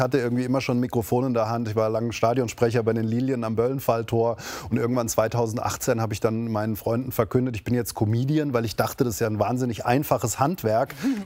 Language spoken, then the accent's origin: German; Hesse, Germany; Wir sind doch alle Hesse.